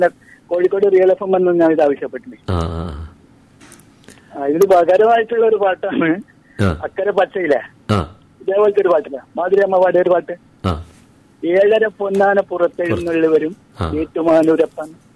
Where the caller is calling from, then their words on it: Kannur, Kerala, India; ഞാൻ കണ്ണൂരിൽ നിന്ന് വിളിക്കുന്നത്.